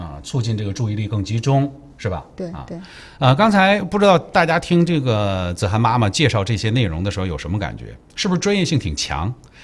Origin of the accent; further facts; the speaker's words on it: Jinzhou, Liaoning, China; 那么对于咱们锦州在咱们家乡